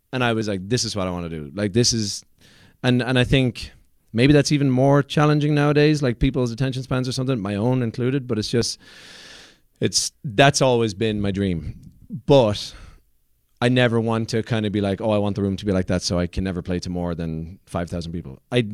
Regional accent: Ireland; accent: Irish

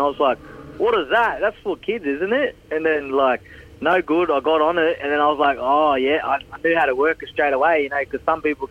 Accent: Sydney, New South Wales, Australia; also born or lived in Anala; And we grew up in Sydney as well with our dad, and then grew up in Anala with our mum.

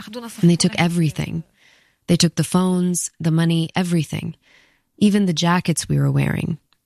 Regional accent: Syria; English is a second language; moved away as an adult; now in United States; I'm 32 years old. I'm from Syria. I'm a teacher in Syria.

